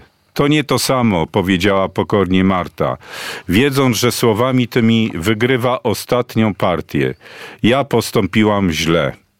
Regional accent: Warsaw, Masovian Voivodeship, Poland; Jeszcze mamy jedną piosenkę tak do zagrania, ale mojemu rodzinnemu miastu, Warszawie.

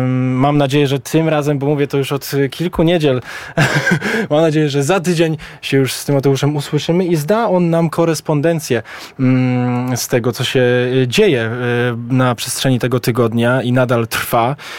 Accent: Opole Voivodeship, Poland; moved away; odwiedziłem moje rodzinne strony pod brzegiem w województwie opolskim, pomiędzy Opolem a Wrocławiem, w mojej wioseczce

